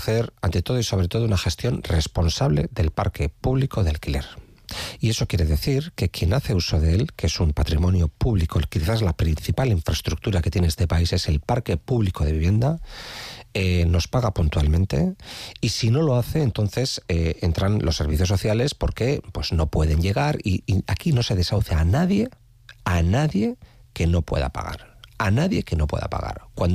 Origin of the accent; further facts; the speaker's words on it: San Sebastián, Basque Country, Spain; yo, que soy de Riberas y llevo más de 20 años viviendo allí